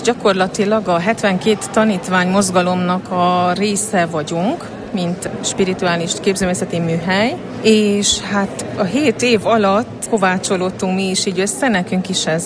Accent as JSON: {"language": "Hungarian", "town": "Sfântu Gheorghe", "region": "Covasna", "country": "Romania", "said": "Erdélyi vagyok"}